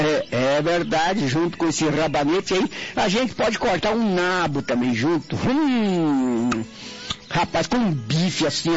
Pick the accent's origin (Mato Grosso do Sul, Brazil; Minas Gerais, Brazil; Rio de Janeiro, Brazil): Mato Grosso do Sul, Brazil; a gente é lá do Mato Grosso do Sul